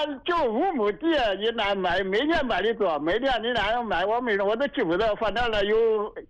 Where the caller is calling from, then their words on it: Fengyang, Anhui, China; 凤阳县黄湾村。